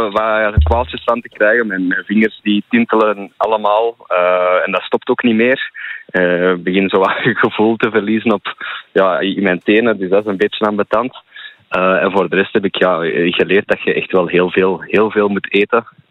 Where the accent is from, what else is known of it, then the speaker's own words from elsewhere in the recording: Herenthout, Antwerp, Belgium; Ik kom zelf van Herentouw, dus niet ver van Herentals.